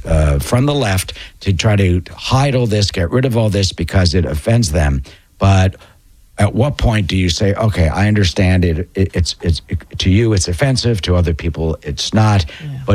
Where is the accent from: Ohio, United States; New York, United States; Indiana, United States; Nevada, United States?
New York, United States; I grew up in Manhattan, in New York, and would go by the Museum of Natural History all the time.